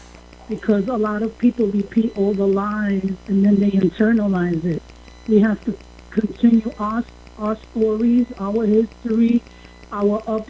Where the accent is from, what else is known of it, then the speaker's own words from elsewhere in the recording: Bronx, New York, United States; … from the Bronx.